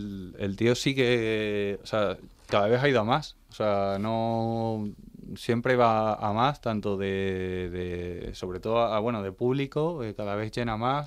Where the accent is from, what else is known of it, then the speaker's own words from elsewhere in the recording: Plasencia, Extremadura, Spain; moved away; hoy es la vez que más tiempo llevo sin tocar en mi ciudad